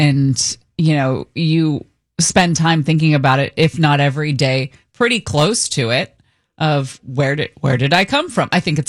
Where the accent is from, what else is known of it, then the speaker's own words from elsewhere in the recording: San Francisco, California, United States; born there; In fact, it was weird because I knew I was born in San Francisco.